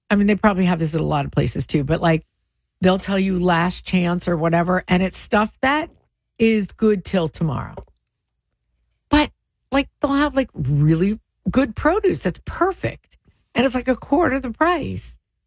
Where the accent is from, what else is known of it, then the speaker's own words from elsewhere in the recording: Deal, New Jersey, United States; I grew up in Deal. There was one supermarket in my town that was Acme.